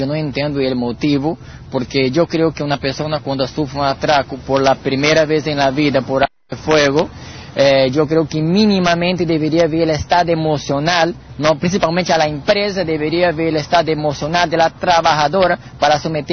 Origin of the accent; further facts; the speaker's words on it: Brazil; Porque yo soy brasileño también.